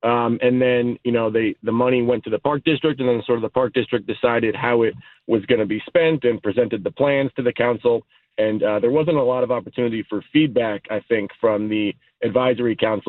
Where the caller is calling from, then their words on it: Chicago, Illinois, United States; I live in Roscoe Village where Hamlin Park is